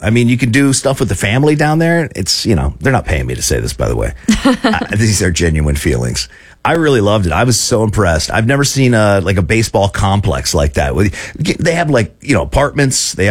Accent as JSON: {"language": "English", "town": "West Palm Beach", "region": "Florida", "country": "United States", "tie": "born or raised there", "said": "So, like, when I was a kid, they would spring train where I grew up in West Palm."}